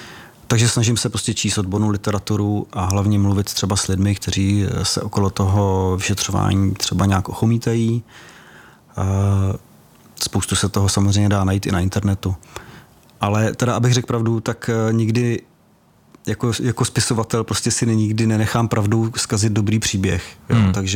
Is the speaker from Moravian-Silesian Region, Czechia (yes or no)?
no; Horní Stropnice, South Bohemian Region, Czechia; Já jsem rodilý Jihočech.